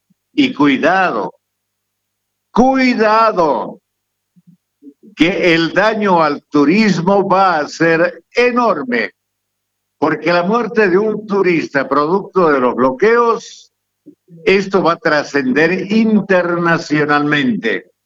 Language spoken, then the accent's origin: Spanish; Tarija, Bolivia; born there; Esta mi tierra, este mi campanario, haber nacido en el departamento de Tarija